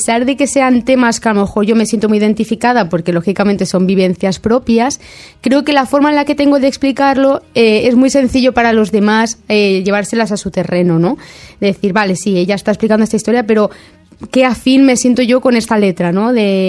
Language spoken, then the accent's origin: Spanish; Montornès del Vallès, Catalonia, Spain; moved away as an adult; now in Gisá (nearby town), Spain; realmente desde bien pequeñita. He vivido muchísimos años aquí. Mis padres siguen viviendo aquí. Mi hermano sigue viviendo aquí. Lo único que yo, pues por temas del amor, pues me fui ya hace unos añitos a vivir a una población cercana, Gisá.